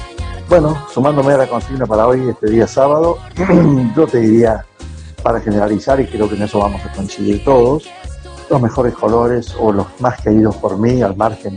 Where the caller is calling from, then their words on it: La Punta, San Luis, Argentina; de Ciudad de la Punta.